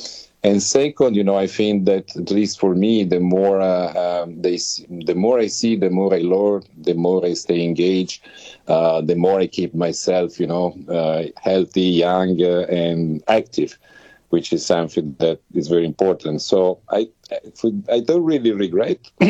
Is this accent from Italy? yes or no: yes; Italy; born there; English is a second language; also born or lived in India; So basically, as you can guess from my name and my accent, I was born in Italy, where I studied business administration.